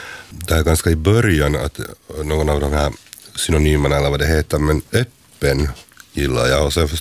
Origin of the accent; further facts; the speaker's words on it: Sundom, Ostrobothnia, Finland; På min dialekt, jag kommer från Sundom i Österbotten, så då är det netchin.